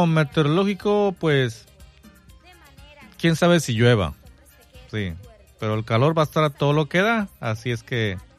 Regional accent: Mexico; Se supone que somos mexicanos.

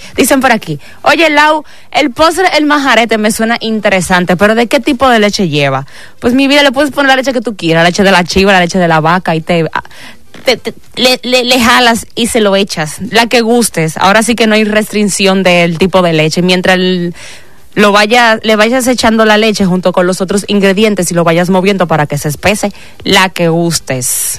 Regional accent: Dominican Republic; now in Cancún, Mexico; Pero no soy cubana, soy dominicana.

